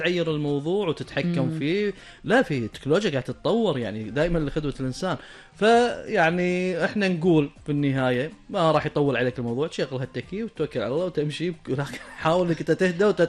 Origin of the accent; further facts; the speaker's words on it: Kuwait; عسى الله يحفظ ديرتنا